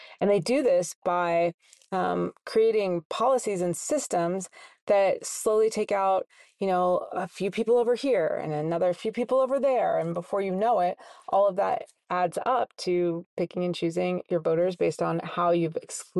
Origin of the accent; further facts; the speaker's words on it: Indianapolis, Indiana, United States; I'm from Indianapolis, Indiana, and I can't vote by mail until I'm 65 years old.